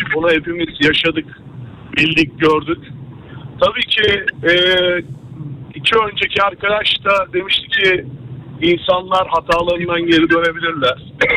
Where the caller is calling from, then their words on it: Istanbul, Turkey; İstanbul'dan katılıyorum.